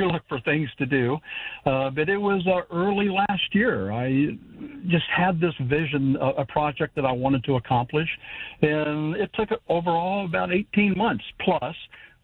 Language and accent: English; West Virginia, United States; I was born and raised in Upshur County in the heart of West Virginia. Grew up there, went to high school, graduated.